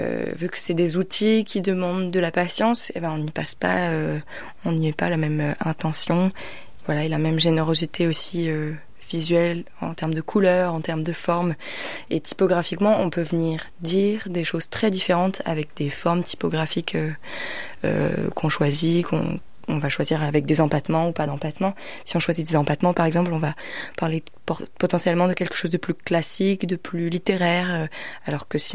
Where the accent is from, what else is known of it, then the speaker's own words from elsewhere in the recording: Brittany, France; Moi j'aime bien faire le lien parce que j'ai grandi à Poulerussier